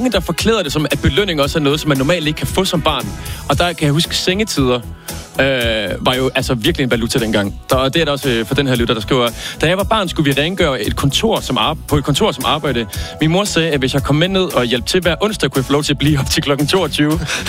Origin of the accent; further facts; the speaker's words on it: Holstebro, Central Denmark Region, Denmark; blev min mor kæreste med en iransk mand, der selvfølgelig skulle have pizzeria i Holstebro, der hvor jeg kommer fra.